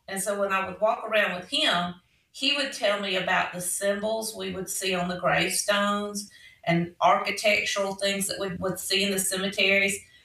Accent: Greenville, Alabama, United States; I am from Greenville, Alabama. I have lived in Butler County pretty much all my life.

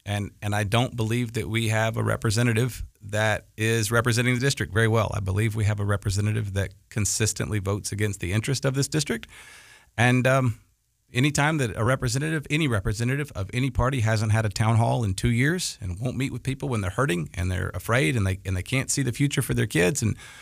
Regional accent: Huntsville, Alabama, United States; moved away as an adult; also born or lived in Boston / New York City; I tell folks I'm really from Huntsville, and the way you know that is because I came home from Humana Hospital, not Huntsville Hospital.

